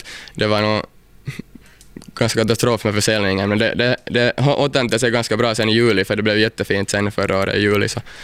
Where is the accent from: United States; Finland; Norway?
Finland; Pargas, Southwest Finland; Jag är nog hemma från Mielisholm och min farfar är faktiskt hemma här från Kirjais också. Så att jag är nog hela min släkt härifrån regionen, när regionen och Pargas.